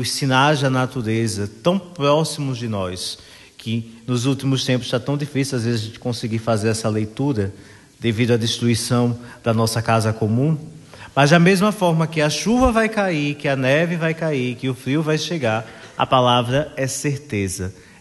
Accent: Northeast Region, Brazil; para nós que somos do Nordeste, né?

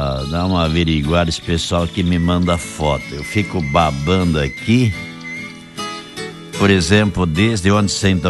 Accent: Rio Grande do Sul, Brazil; nós que somos gaúchos

